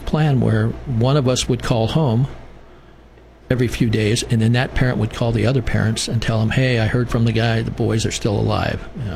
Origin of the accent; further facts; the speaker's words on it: United States; also born or lived in Morro Bay, United States; I grew up on Air Force bases all over the country. I went to 17 schools between kindergarten and my sophomore year.